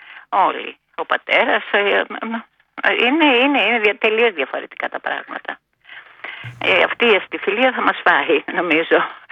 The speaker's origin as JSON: {"language": "Greek", "town": "Vonitsa", "region": "Western Greece", "country": "Greece", "said": "Είναι η Βόνιτσα."}